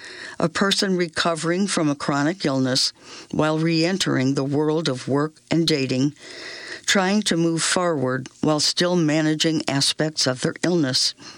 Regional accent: Connecticut, United States; as well as the fact that I grew up in Connecticut, where the tick-borne disease was first found

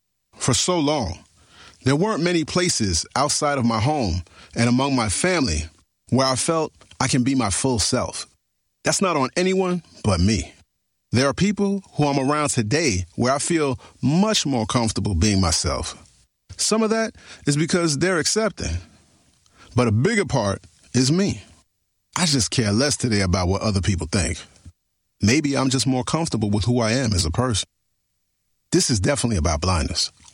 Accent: New York, United States; we're both from New York

